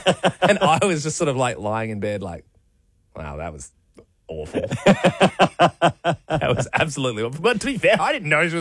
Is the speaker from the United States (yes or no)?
no; Adelaide, South Australia, Australia; moved away; also born or lived in Sydney; And we're both from Adelaide originally